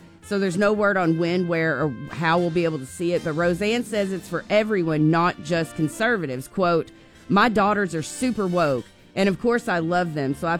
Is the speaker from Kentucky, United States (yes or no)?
yes; Kentucky, United States; accent: Kentucky; It was at this time that every bit of my Kentucky accent came out.